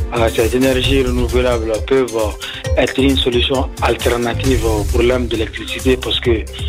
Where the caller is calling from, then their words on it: Mali; comme chez nous au Mali, le soleil brille beaucoup, il fait chaud.